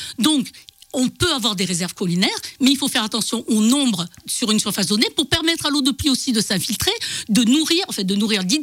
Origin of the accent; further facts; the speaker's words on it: Marseille, Provence-Alpes-Côte d'Azur, France; moved away; je suis une fille d'immigrés italiens qui sont passés par la Tunisie d'abord, mes parents, un milieu pauvre, hein, je tiens à le dire. Ils sont arrivés à Marseille, ma maman était femme de ménage et mon papa était ouvrier dans une usine de métallurgie.